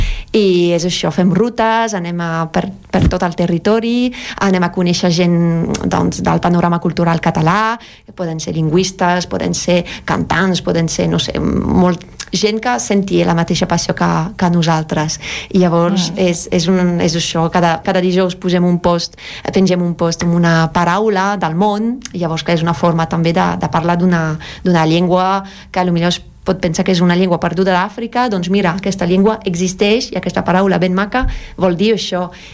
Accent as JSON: {"language": "Catalan", "country": "France", "second_language": "Catalan", "moved": "yes", "said": "soc francesa"}